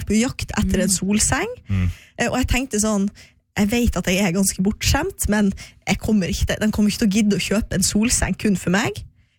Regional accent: Finnsnes, Troms, Norway; born there; moved away; hjemme på Finnsnes, der mine foreldre bor, og der jeg alltid er på sommeren

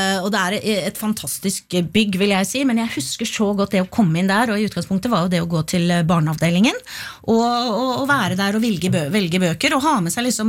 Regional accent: Oslo, Norway; jeg vokste opp I Oslo, men liksom utenfor sentrum.

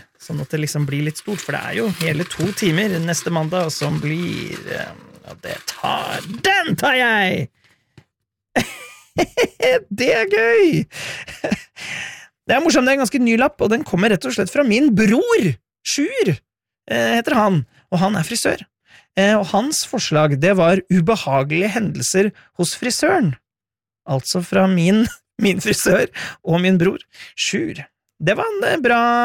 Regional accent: Innlandet, Norway; accent: East Norwegian; jeg kommer egentlig fra Hedmarken, men har aldri snakket hedmarksdialekt sånn...

